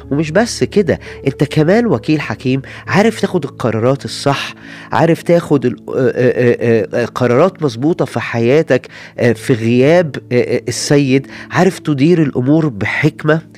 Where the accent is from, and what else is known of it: Egypt